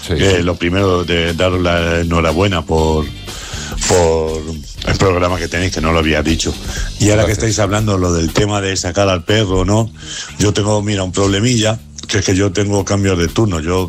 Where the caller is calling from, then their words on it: Madrid, Community of Madrid, Spain; de Vallecas.